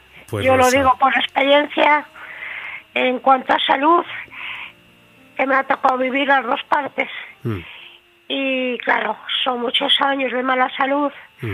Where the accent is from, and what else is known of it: Santander, Cantabria, Spain